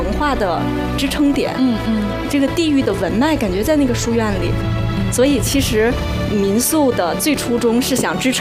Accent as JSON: {"language": "Chinese", "town": "Yi County", "region": "Hebei", "country": "China", "tie": "born or raised there", "moved": "as an adult", "said": "因为我们易县就是千年的古县，然后童年就生长在清溪陵这个世界文化遗产里"}